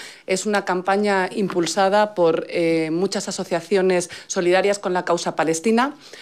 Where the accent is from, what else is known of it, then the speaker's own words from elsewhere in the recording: Spain; born there; Yo soy hispano-palestina, nacida en España, de padre palestino y madre española.